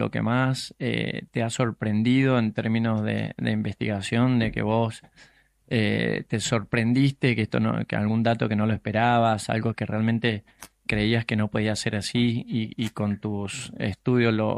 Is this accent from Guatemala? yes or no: no; Argentina; hablo ahora como argentino